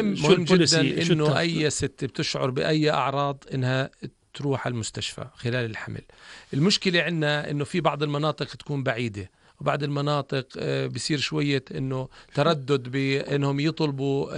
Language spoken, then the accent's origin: Arabic; Jordan; عندنا بالأردن